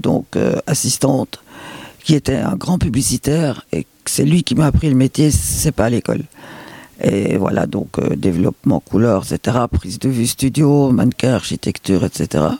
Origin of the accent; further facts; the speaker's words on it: Belgium; now in Châtillon, France; Je suis belge aussi, il n'est pas fait. Et voilà. Moi, j'étais à l'internat en Belgique, très jeune, à partir de 8 ans jusqu'à mes 20 ans.